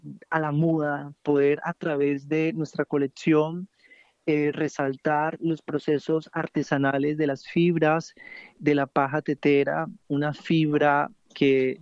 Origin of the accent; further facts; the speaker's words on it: Buenos Aires Province, Argentina; Te cuento que, como todo bonaerense, yo pienso que estaba a un punto de llegar a uno de los escenarios más exigentes del mundo en la moda.